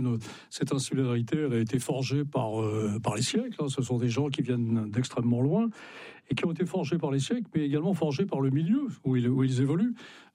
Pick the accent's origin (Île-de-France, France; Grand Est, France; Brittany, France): Brittany, France; Mais pas simplement parce que je suis breton, également parce que les îles sont absolument fascinantes, hein.